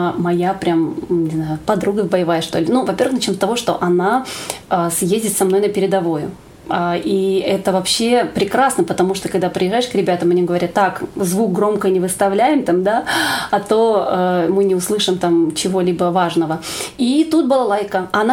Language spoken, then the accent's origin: Russian; Siberia, Russia; большая моя любовь – это моя малая родина. Это несмотря на то, что я уже более 15 лет проживаю в центральном регионе, я очень люблю Сибирь.